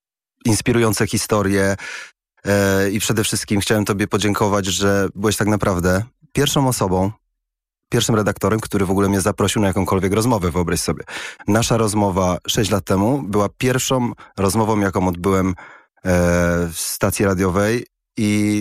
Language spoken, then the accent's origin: Polish; England, United Kingdom; Polish is a second language; bo też wychowywałem się w Anglii i przyjechałem z Anglii i to było po prostu dla mnie naturalne.